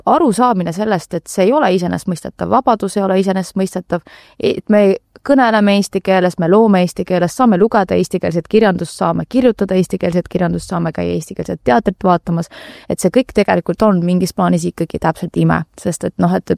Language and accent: Estonian; Tallinn, Harju County, Estonia; born or raised there